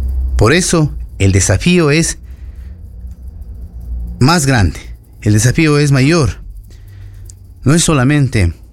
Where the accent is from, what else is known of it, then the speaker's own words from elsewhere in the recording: Cañar, Ecuador; nosotros que somos de aquí